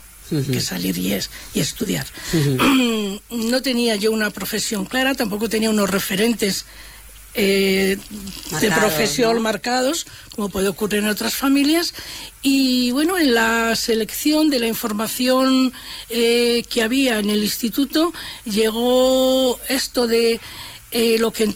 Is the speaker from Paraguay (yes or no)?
no; Tudelilla, La Rioja, Spain; Soy de Tudelilla, como siempre he dicho, ejerzo de de pueblo, ejerzo de Tudelilla.